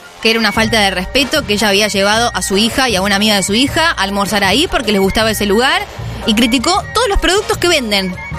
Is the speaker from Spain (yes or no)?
no; Argentina; Pero bueno, así somos los argentinos de apasionados.